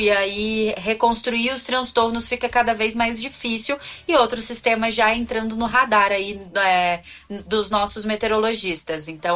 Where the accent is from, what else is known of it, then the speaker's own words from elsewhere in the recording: Espírito Santo, Brazil; also born or lived in Minas Gerais; Já morei em Minas e sou do Espírito Santo.